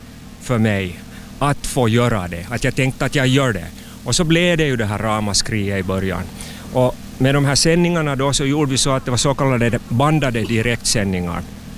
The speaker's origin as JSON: {"language": "Swedish", "town": "Hanko", "region": "Uusimaa", "country": "Finland", "accent": "Hanko dialect", "moved": "yes", "lives_now": "Canada", "said": "det är mitt modersmål. Det är det språket som mamma och pappa och mummo och mufar och fammo och fafa talar. Och det sitter så djupt att det far ingenstans fast man bor 30 år i Kanada."}